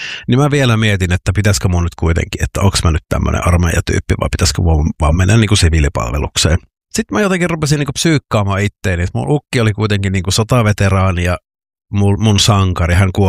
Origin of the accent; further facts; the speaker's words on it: Joensuu, North Karelia, Finland; minähän olen siis Joensuusta kotoisin ja siellä elin lukion loppuun sitten olin yhden välivuoden siellä hengailin ja sitten menin vielä armeijaan.